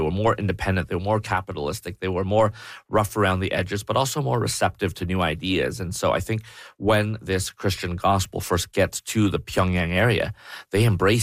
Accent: Toronto, Ontario, Canada; Again, I mentioned I'm ethnically Chinese, but growing up in Toronto, you're going to meet Koreans.

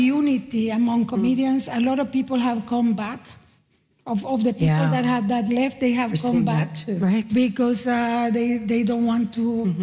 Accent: Nicaragua; now in Canada; I grew up in Nicaragua fearing an American invasion, and then I come to Canada

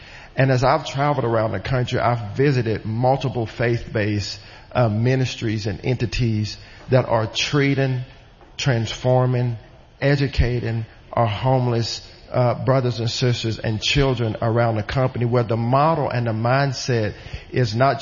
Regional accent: United States; as a pastor, as an American, as just

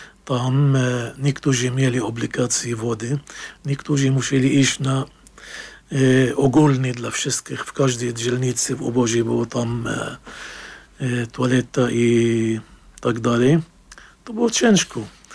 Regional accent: Lebanon; Polish is a second language; now in Poland; Ja urodziłem się w obozie dla uchodźców palestyńskich w Libanii.

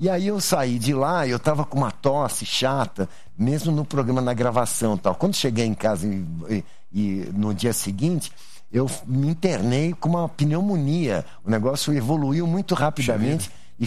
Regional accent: São Paulo, Brazil; e como paulistano, só a gente pode falar mal.

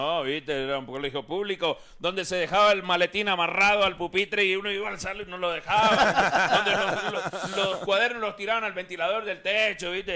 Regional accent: Buenos Aires, Argentina; Sí, de Parque Patricio.

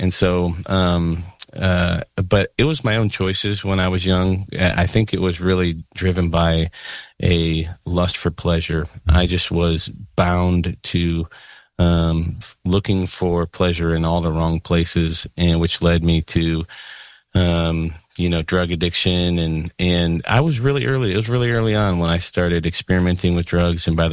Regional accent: Illinois, United States; I grew up in the Chicago suburbs my mom and dad were really young when they had me

